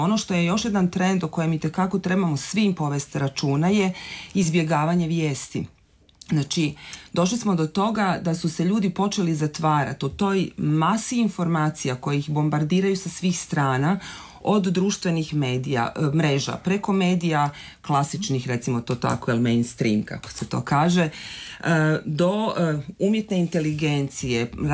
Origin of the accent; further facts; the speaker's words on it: Croatia; Taj problem je kod nas u Hrvatskoj prilično izražen.